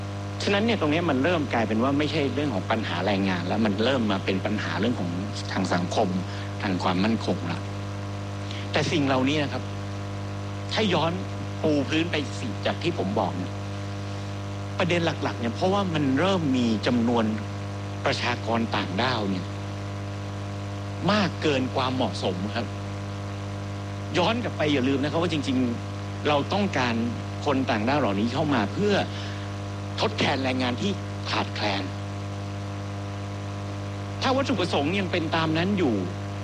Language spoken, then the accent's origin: Thai; Samut Sakhon, Thailand; สมุทรสาครเนี่ยต้องถือว่าเป็นบ้านเกิดของผมเลย